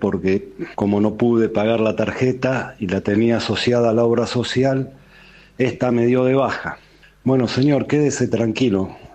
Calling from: Lanús, Buenos Aires Province, Argentina; de Lanús.

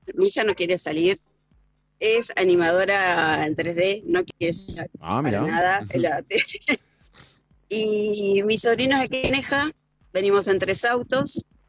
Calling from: Neuquén, Argentina; Yo soy de Neuquén, este es mi segundo día de vacaciones acá.

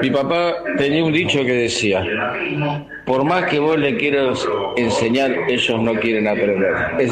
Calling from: Burzaco, Buenos Aires Province, Argentina; de Bursaco.

